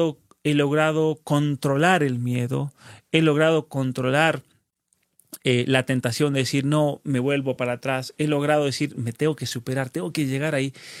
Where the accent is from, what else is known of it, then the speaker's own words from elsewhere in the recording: Barreal, San Juan, Argentina; moved away; una persona conocí a mi pueblo y me dice, nada bueno puede salir de ahí, de Barreal, de tu pueblo.